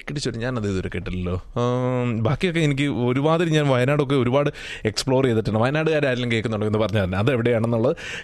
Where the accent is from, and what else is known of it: Kerala, India; also born or lived in Changanassery / Kuttikkanam, Idukki